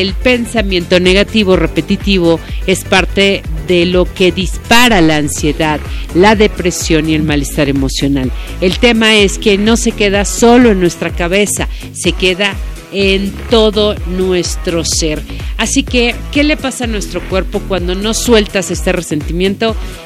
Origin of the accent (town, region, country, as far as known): Mexico